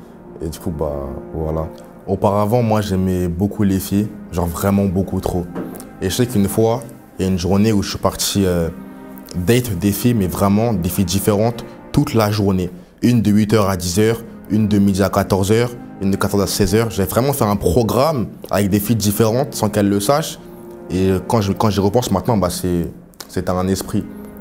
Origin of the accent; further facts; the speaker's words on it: Paris, Île-de-France, France; J'ai grandi à Paris avec ma mère et pas mon père, je ne le connaissais pas du coup, mais ma petite sœur.